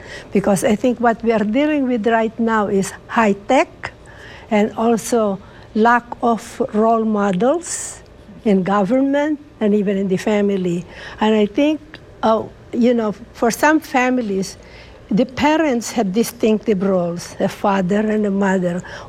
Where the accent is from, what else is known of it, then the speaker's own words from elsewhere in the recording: Philippines; also born or lived in New York; now in Europe; originally, I'm from the Philippines.